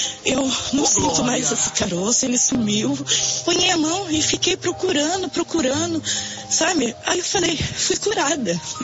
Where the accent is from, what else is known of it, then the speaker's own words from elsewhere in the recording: Boituva, São Paulo, Brazil; sou da cidade de Boituva